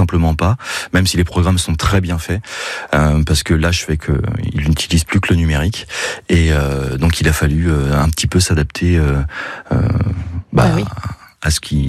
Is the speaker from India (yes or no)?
no; Brittany, France; Et moi, je suis breton à l'origine. Et j'ai découvert la Normandie via les plages du débarquement.